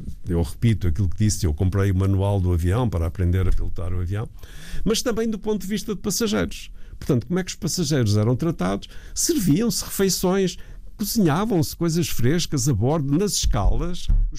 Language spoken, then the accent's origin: Portuguese; Vila do Conde, Norte, Portugal; Eu sou do Norte, eu sou de Vila do Conde